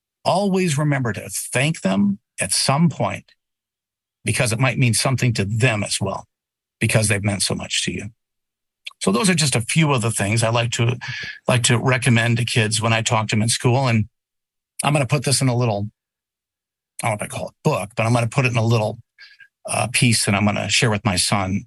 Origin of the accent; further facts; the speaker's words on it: Muskegon, Michigan, United States; I grew up in Muskegon.